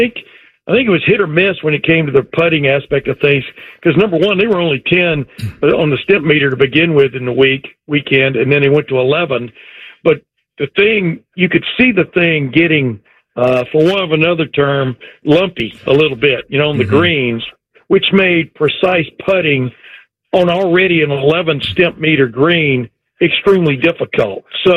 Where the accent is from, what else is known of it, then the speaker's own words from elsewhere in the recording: Texas, United States; where I grew up in East Texas, believe it or not.